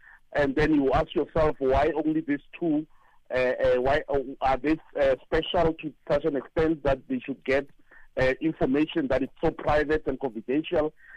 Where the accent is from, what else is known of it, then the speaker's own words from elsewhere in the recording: South Africa; we are South African